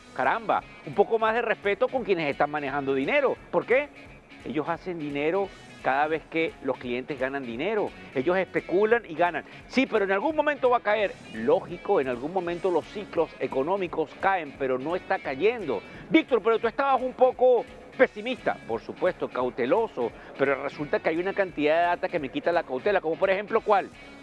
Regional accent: Venezuela; now in United States; donde yo soy mitad americano y mitad venezolano. Y les explico por qué.

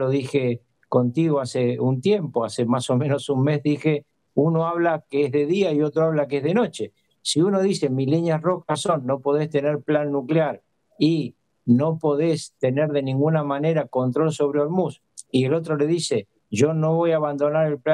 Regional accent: Argentina; mal que me pese a mí como argentino

